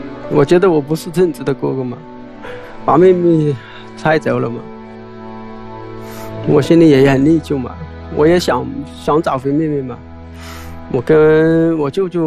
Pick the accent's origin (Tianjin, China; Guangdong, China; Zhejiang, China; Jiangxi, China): Jiangxi, China; 江西老家嘛。